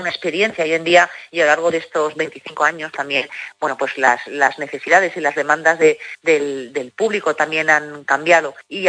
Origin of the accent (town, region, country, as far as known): Teruel, Aragon, Spain